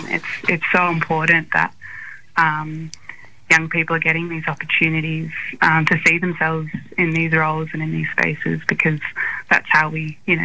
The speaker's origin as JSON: {"language": "English", "town": "Wollongong", "region": "New South Wales", "country": "Australia", "tie": "born or raised there", "said": "I grew up on Darawal country in Wollongong here."}